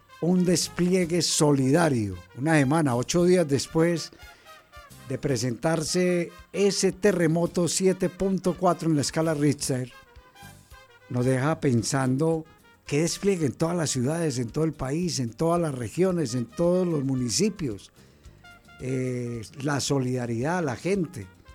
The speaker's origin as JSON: {"language": "Spanish", "country": "Colombia", "said": "Ese es el tema de una sociedad como la colombiana"}